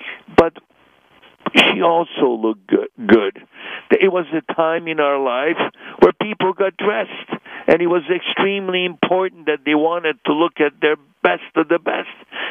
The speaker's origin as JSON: {"language": "English", "country": "Hungary", "said": "you probably all know by now, by my accent, that I'm also Hungarian."}